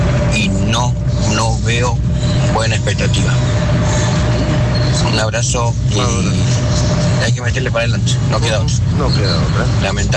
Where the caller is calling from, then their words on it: Argentina; acá de La Hermosura.